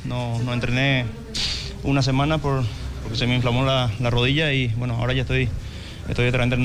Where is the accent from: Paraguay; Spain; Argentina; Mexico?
Paraguay; Gral. Francisco Caballero Álvarez, Canindeyú; now in Asunción, Paraguay; cuando yo salí de mi ciudad natal de Gatimí